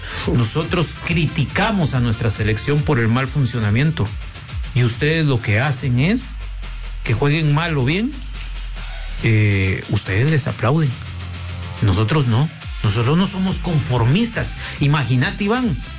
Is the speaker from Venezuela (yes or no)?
no; Guatemala